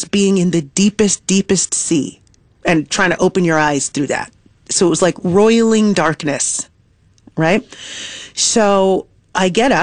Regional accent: Nigeria; also born or lived in New York; as a Nigerian, or maybe as an Aries, or maybe as a New Yorker

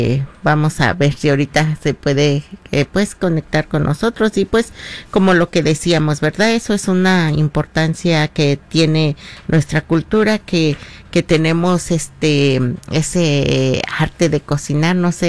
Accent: Oaxaca, Mexico; Que sí somos oaxaqueños.

